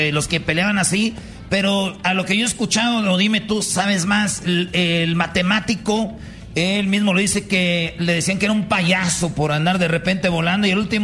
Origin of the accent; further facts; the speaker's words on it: Michoacán, Mexico; Tú eres de Sonora y me llama la atención, yo soy de Michoacán, se hablaba de que Aníbal era michoacano